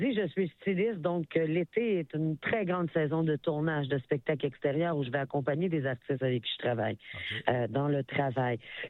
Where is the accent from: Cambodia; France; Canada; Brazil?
Canada; Saguenay, Quebec; now in Montreal, Canada; Je suis à Montréal depuis 26 ans, donc j'ai plus de vie à Montréal que j'en ai au Saguenay.